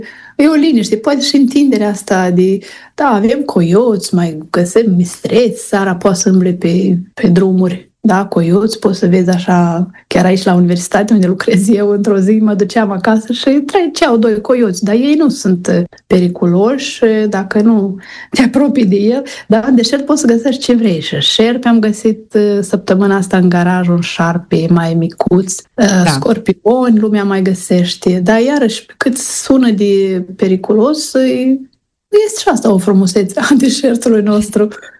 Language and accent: Romanian; Lozova, Moldova; moved away as an adult